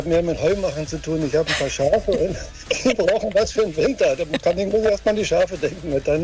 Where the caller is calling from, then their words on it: Brandenburg, Germany; Ich rufe aus Zeikitz bei Lübbenau hier am Spreewald an.